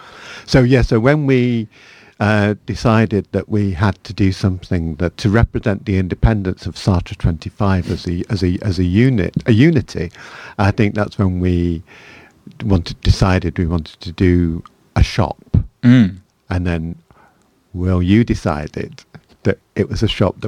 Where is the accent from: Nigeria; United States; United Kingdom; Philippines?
United Kingdom; Manchester, North West England; which was from an image from where I grew up in Manchester, in Harper Hay.